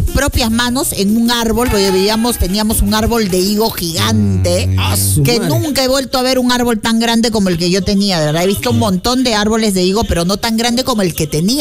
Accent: Paramonga, Lima, Peru; Alegra mi niñez, mi bien va en Paramonga

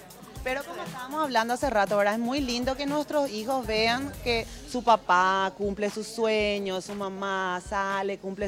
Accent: Paraguay

